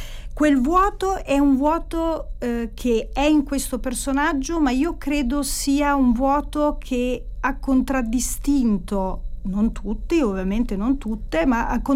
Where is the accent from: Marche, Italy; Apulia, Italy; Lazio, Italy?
Marche, Italy; Fano; moved away as an adult; now in Bologna, Italy; da una parte Fano, la mia infanzia e la mia adolescenza, e poi il passaggio all'età adulta nella città di Bologna.